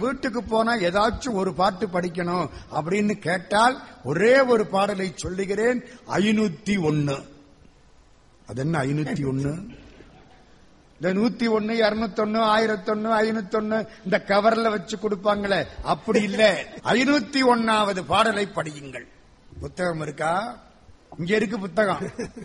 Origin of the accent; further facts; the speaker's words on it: Madurai, Tamil Nadu, India; நான் மதுரைக்காரன், நான் மதுரைக்காரன், பண் சுமந்த பாடலுக்கு பரிசு தரக்கூடிய மதுரைக்காரன்.